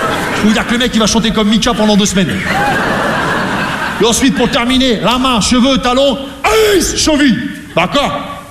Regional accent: Rouen, Normandy, France; Parce que moi, je viens de Rouen, tu vois, la Normandie, les Vikings

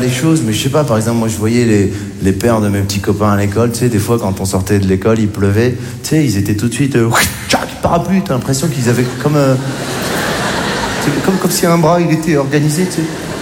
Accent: Morocco; born there

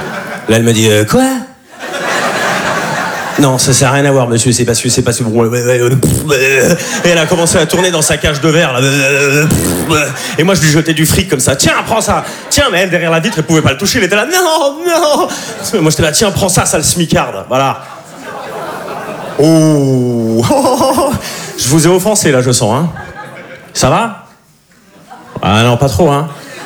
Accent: Switzerland; now in Paris, France

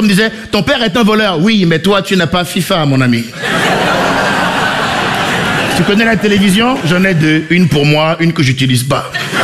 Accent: Benin; born or raised there

